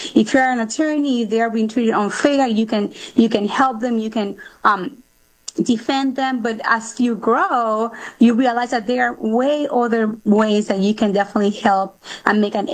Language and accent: English; Aguadilla, Puerto Rico; I was born and raised in Aguadilla, Puerto Rico. That's the northwest section of our beautiful island.